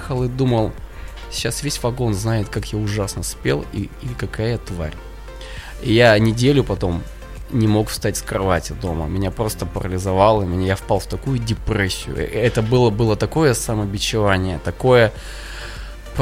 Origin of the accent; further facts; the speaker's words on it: Russia; moved away as an adult; Я же с Байкала, я же о нем знаю все